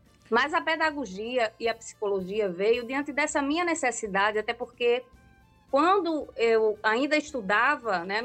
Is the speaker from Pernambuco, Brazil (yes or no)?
yes; Recife, Pernambuco, Brazil; moved away as an adult; also born or lived in Porto, Portugal; no meu estado... Pernambuco, eu sou pernambucana, recifense